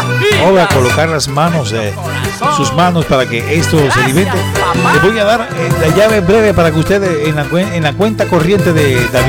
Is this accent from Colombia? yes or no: yes; Colombia; Nosotros somos colombianos, somos una sola familia.